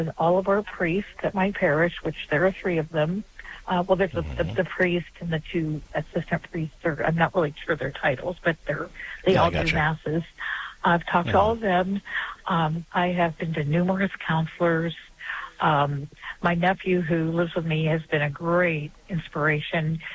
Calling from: Columbus, Ohio, United States; Hi, I'm calling from the Columbus, Ohio area.

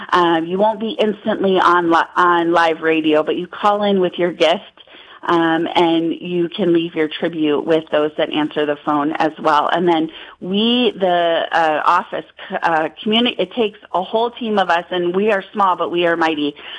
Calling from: Rapid City, South Dakota, United States; I am in Rapid City. I'm the listener relationship coordinator out here in Rapid City, kind of western South Dakota, and Gillette, Wyoming.

